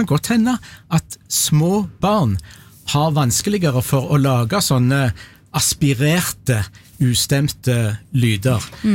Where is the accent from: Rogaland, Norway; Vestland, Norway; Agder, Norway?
Rogaland, Norway; Men som rogalending så var det to veldig kjekke spørsmål, så det gjør jeg mer enn gjerne.